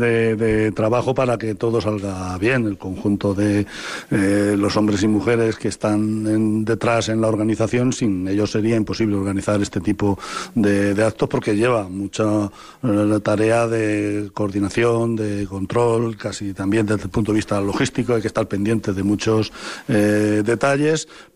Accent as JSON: {"language": "Spanish", "region": "Castilla-La Mancha", "country": "Spain", "said": "tenemos que sentir orgullo de ser castellano-manchegos, sabiendo que somos españoles"}